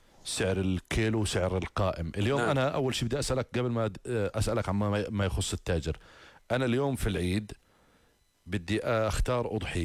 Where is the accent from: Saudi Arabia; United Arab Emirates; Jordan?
Jordan